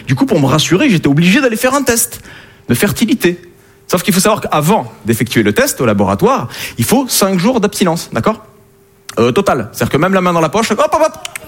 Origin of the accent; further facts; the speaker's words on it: south of France, France; Hein, je viens du sud de la France.